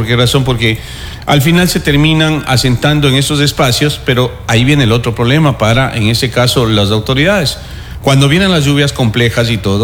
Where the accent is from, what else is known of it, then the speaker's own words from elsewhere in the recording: Santo Domingo, Santo Domingo de los Tsáchilas, Ecuador; porque soy de aquí de Santo Domingo.